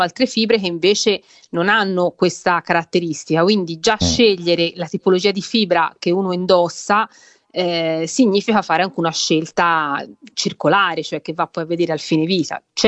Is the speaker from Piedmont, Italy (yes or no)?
no; Prato, Tuscany, Italy